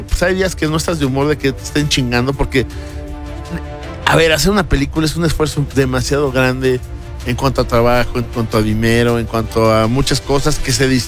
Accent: Mexico; Mi autoestima como mexicano, sí.

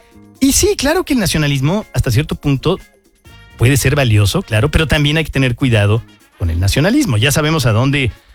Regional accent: Mexico City, Mexico; born there; yo soy mexicano, nací en México, Distrito Federal

